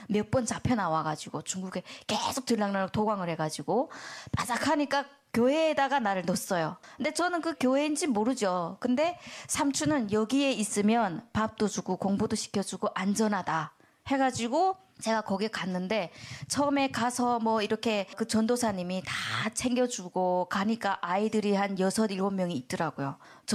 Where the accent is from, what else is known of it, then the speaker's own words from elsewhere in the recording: North Korea; 우리 북한에서 왔고 하니까 이제 위험하구나 해가지고